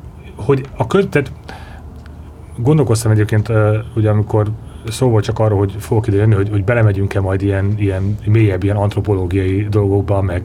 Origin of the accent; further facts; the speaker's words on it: Hungary; Ugye magyarok is vagyunk, kurucosak is vagyunk